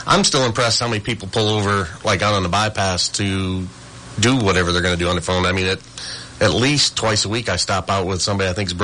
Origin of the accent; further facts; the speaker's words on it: Michigan, United States; now in Indiana, United States; I'm from Michigan originally.